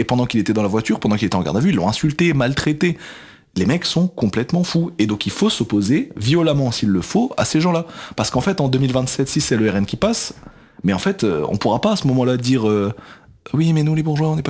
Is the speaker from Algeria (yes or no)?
no; Belgium; now in Paris, France; moi, je suis pas français à la base, je viens de Belgique. Et je suis arrivé à Paris